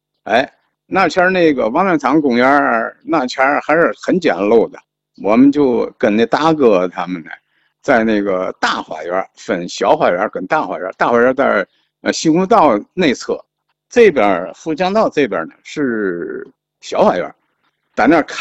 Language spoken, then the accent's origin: Chinese; Hebei District, Tianjin, China; born or raised there